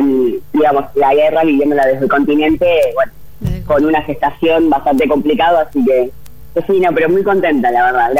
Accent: Río Gallegos, Santa Cruz, Argentina; now in Buenos Aires, Argentina; Y ahora, de Buenos Aires, pero sí, nací y criada en Santa Cruz, en Río Gallegos, en 1982.

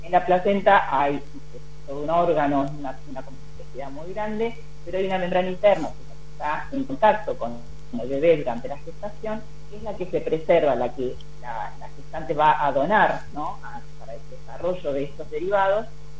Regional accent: Maipú, Mendoza, Argentina; now in La Plata, Argentina; soy en mendocina, de Maipú. Mis padres están ahí, mis hermanos también. Y bueno, ahora estoy en La Plata en este momento

